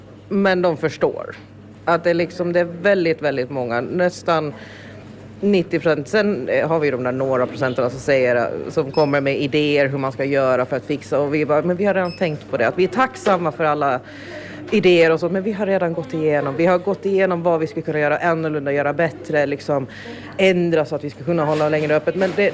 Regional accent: Åland, Finland; also born or lived in Sweden; ju bara 11 månader när vi flyttade tillbaka till Åland från Sverige. Och... Så jag har ju växt upp här i huset.

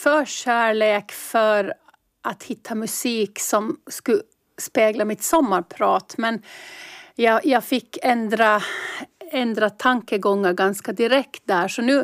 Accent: Åland, Åland Islands; Då pratade jag om min uppväxt på Schäffersgränd och i stan.

